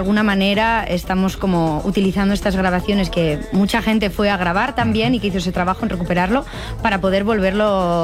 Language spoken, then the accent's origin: Spanish; Meseta Central, Spain; Somos de La Meseta, La Meseta. Sí. De La Meseta profunda.